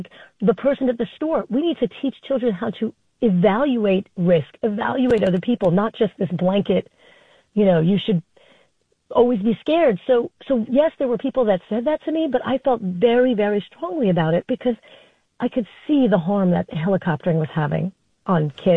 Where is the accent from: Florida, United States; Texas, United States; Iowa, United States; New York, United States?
New York, United States; Flushing; I grew up in Flushing, doing it, right?